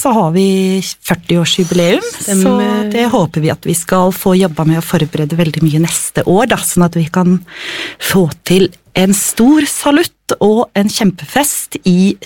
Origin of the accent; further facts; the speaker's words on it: Oslo, Norway; Med sånn født og oppvokst I Oslo